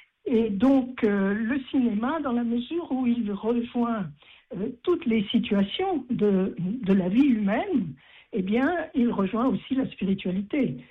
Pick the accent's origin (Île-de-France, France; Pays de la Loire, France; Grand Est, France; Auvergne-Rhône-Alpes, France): Auvergne-Rhône-Alpes, France; Lyon; now in Dieulefit, France; je suis lyonnaise d'origine.